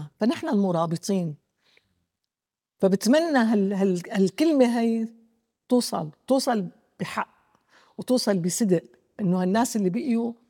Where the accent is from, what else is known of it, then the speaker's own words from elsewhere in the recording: Syria; رجعت الفرحة لقلبنا انه نحن سوريين.